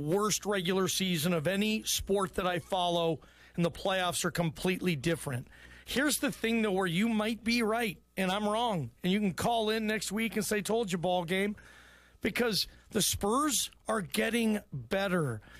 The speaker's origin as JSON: {"language": "English", "town": "Seattle", "region": "Washington", "country": "United States", "said": "I mean, dude, I'm from Seattle."}